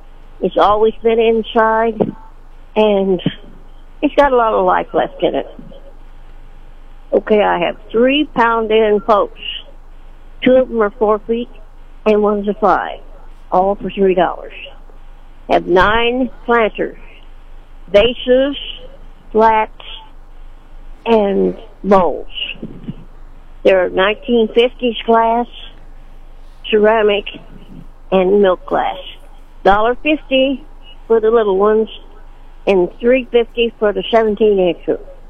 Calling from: Sedalia, Missouri, United States; I'm calling from Sedalia.

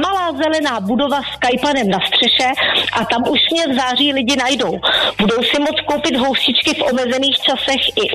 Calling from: Smržovka, Liberec Region, Czechia; Já jsem ze Smržovky.

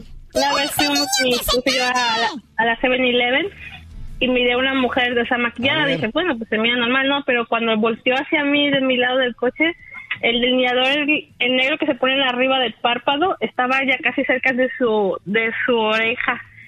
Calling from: Baldwin Park, California, United States; De aquí, de Baldwin Park.

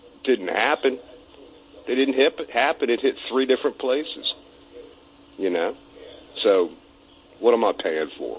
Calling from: Yuma, Arizona, United States; the reason I'm calling in here from Yuma

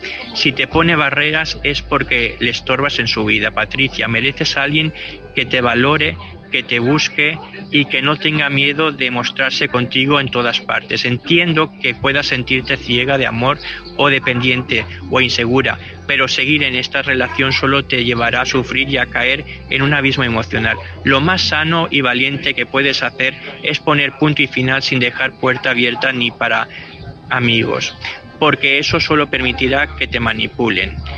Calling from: Gandia, Valencian Community, Spain; de Gandía.

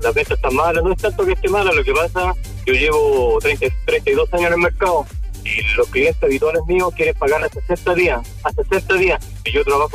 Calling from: Puente Alto, Santiago Metropolitan Region, Chile; yo vivo en Puente Alto Pirque

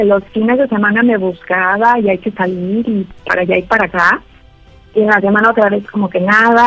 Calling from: Morelos, Mexico; Tengo 39 años y soy de Morelos.

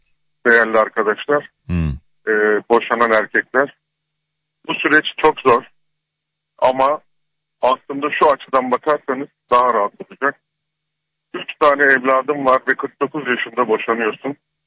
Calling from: Istanbul, Turkey; ben İstanbul'dan arıyorum.

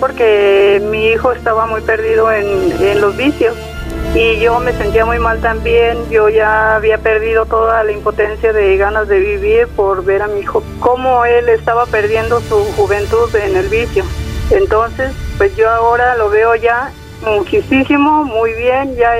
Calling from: Cuquío, Jalisco, Mexico; llamo de Cuquío.

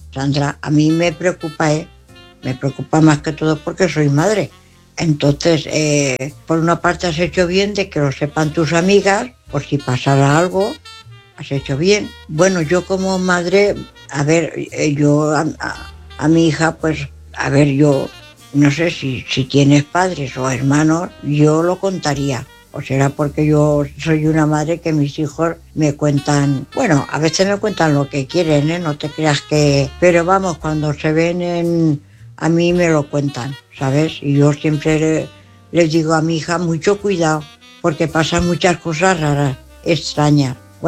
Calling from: Valencia, Valencian Community, Spain; corresponsal … de Valencia.

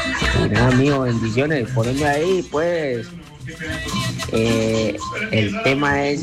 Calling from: Colombia; ¿Cómo amanece mi tierra colombiana?

